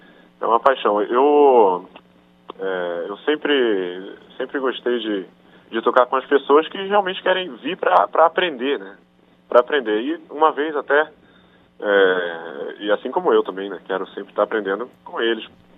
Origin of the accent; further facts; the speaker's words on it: Niterói, Rio de Janeiro, Brazil; Eu nasci em Niterói, nasci ali no Hospital Santa Marta, ali no... perto da garganta ali. Então sou dali, tava sempre. Eu passei minha adolescência ali, estudei ali um tempo, né?